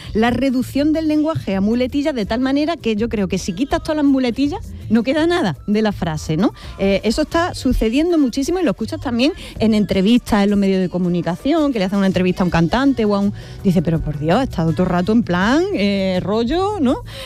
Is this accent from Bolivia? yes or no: no; Andalusia, Spain; accent: Andalusian; nuestra particular forma de hablar en Andalucía. Hay quienes equivocadamente piensan que el andaluz es una sola forma de hablar.